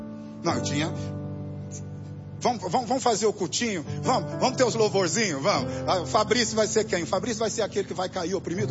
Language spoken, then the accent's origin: Portuguese; Minas Gerais, Brazil; deixa eu puxar um mineirês aqui, eu sou mineiro.